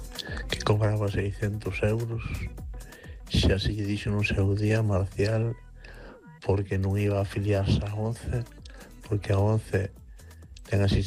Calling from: Vigo, Galicia, Spain

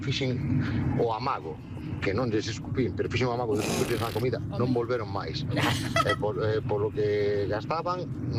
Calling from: Mera, Galicia, Spain

